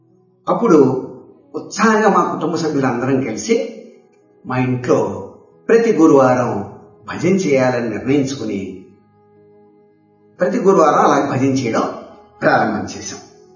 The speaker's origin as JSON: {"language": "Telugu", "town": "Kolamuru", "region": "Andhra Pradesh", "country": "India", "tie": "born or raised there"}